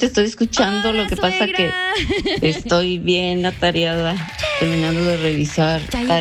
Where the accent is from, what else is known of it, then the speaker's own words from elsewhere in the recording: Ciudad Madero, Tamaulipas, Mexico; born there; moved away; also born or lived in Mexico City; siempre queremos regresar al terruño, a Ciudad Madero